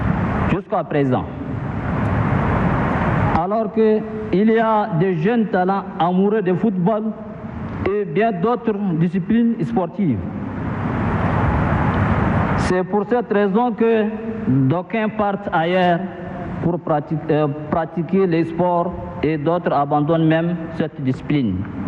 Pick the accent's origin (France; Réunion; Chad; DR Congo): Chad; Chez nous, au Tchad, monsieur le ministre, est-ce qu'il y a des écoles de football fonctionnelles pour la formation de nos jeunes talents?